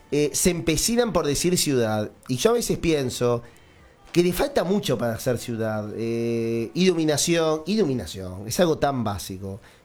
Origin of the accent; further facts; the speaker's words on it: Montevideo, Uruguay; now in Canelones, Uruguay; Yo soy de Montevideo